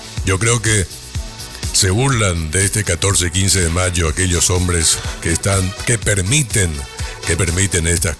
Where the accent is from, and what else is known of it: Paraguay